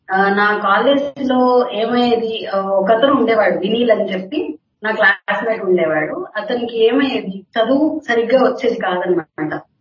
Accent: Vijayawada, Andhra Pradesh, India; మా ఊరు విజయవాడ.

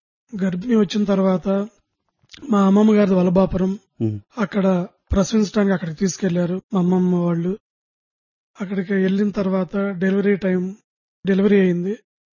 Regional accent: Nandivelu, Andhra Pradesh, India; born or raised there

